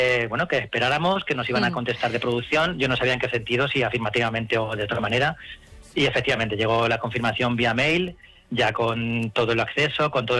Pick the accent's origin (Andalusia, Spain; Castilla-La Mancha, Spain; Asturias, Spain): Castilla-La Mancha, Spain; El Ballestero; me apareció un aguilandero sencillo de mi pueblo, del Ballestero, que cantamos todos los años allí en Navidad